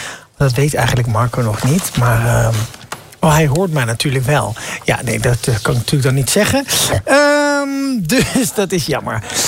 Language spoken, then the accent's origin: Dutch; Rijsbergen, North Brabant, Netherlands; born or raised there